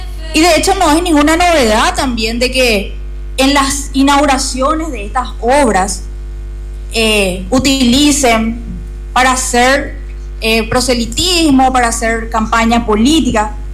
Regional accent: Luque, Central, Paraguay; A mí me duele como paraguaya, como ciudadana luqueña

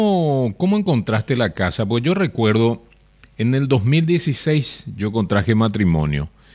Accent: San Pedro, Paraguay; Y como yo soy del departamento de San Pedro

